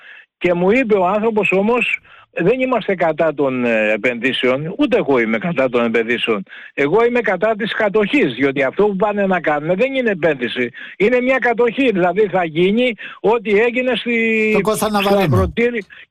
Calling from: Kalamata, Peloponnese, Greece; Να σας ευχαριστήσω σαν Καλαματιανός και Μεσσίνιος

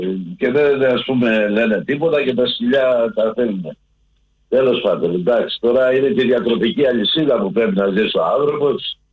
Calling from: Greece; είμαι από Πατούτσια.

